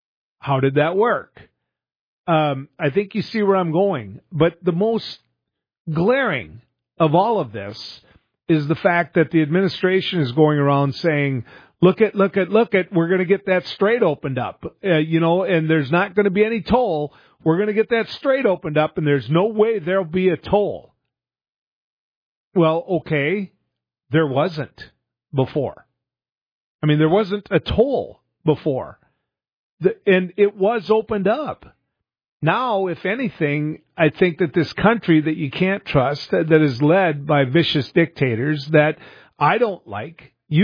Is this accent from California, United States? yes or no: no; North Dakota, United States; born there; Kelly Armstrong's a good governor in my home state